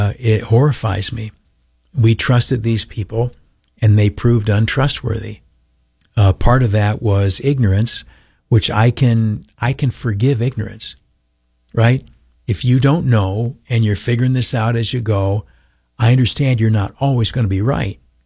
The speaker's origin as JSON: {"language": "English", "country": "United States", "said": "I'm an American"}